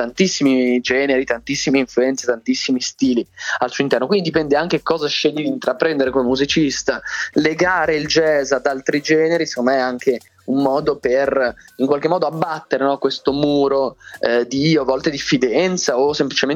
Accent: Bologna, Emilia-Romagna, Italy; laureandomi al Conservatorio di Bologna, che è la mia città natale.

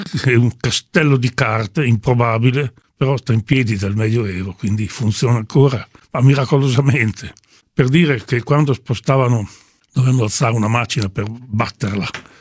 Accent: Pavana, Tuscany, Italy; born there

